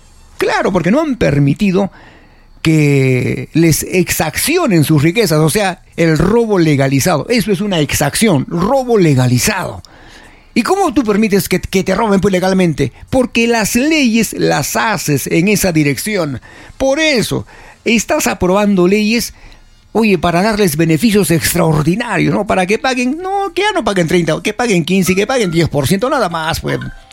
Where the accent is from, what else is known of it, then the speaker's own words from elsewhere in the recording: Peru; somos peruanos.